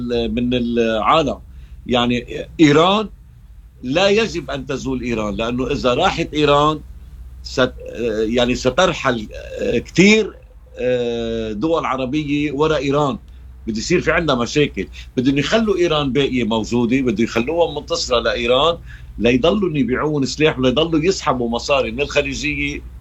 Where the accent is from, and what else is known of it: Lebanon